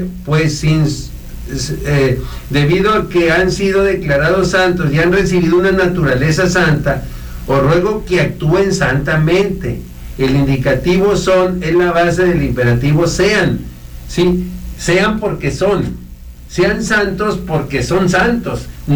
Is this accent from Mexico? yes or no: yes; Matamoros, Mexico; nosotros está el pueblo de Matamoros, está donde yo nací y crecí, está muy cerca de un campo militar